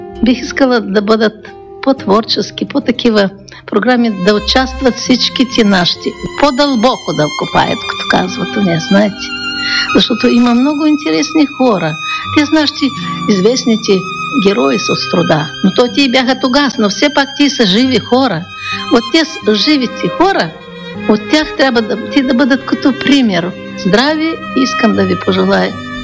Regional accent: Bolhrad, Odesa Oblast, Ukraine; защото аз съм от Болград, а там ние знаем и български, гагаузски, украински, и руски, и молдавски.

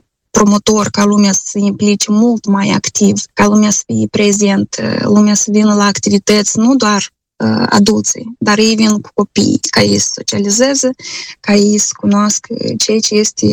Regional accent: Moldova; now in Edmonton, Canada; Sunt moldoveni de-a noștri care au înscris copiii la școala respectivă, dar noi, comunitatea noastră, este relativ nouă

